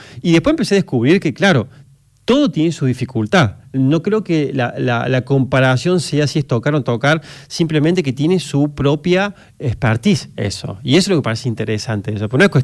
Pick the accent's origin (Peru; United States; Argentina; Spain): Argentina; Córdoba; Somos de Córdoba